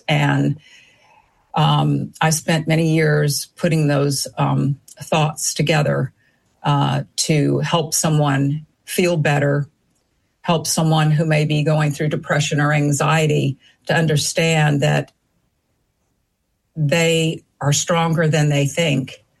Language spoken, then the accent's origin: English; Savannah, Georgia, United States; I grew up in Savannah, Georgia. I'm a Georgia girl.